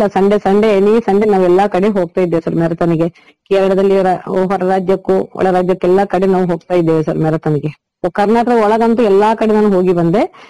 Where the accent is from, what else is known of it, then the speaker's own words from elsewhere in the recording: Sullia, Karnataka, India; moved away as an adult; now in Bangarakodi, Kodagu, India; ಸುಳ್ಯ ತಾಲೂಕು ಆಲಿಟಿ ಗ್ರಾಮದ … ಹಾಗೂ ಸಣ್ಣವ ದಂಪತಿಗಳ ಪುತ್ರಿ.